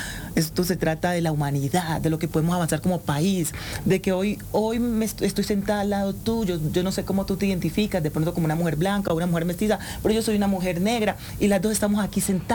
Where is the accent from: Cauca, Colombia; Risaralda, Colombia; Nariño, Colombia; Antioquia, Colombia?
Cauca, Colombia; Timbiquí; Yo soy timbiquireña. yo soy del Pacífico colombiano.